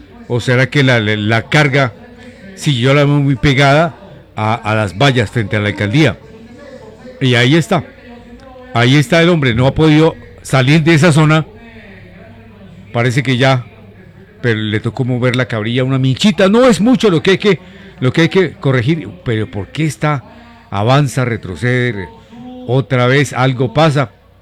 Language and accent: Spanish; Boyacá, Colombia; somos boyacenses